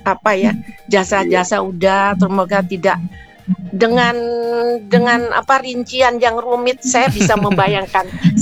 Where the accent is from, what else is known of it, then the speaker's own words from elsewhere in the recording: Padang, West Sumatra, Indonesia; Ya, dan jangan lupa dengan masakan kita orang Padang.